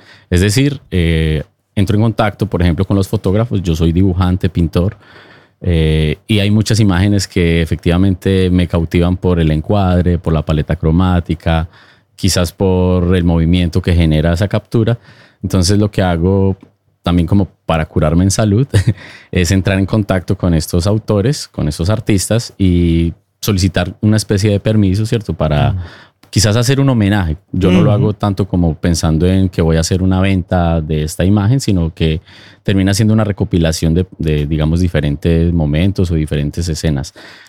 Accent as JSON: {"language": "Spanish", "country": "Colombia", "moved": "yes"}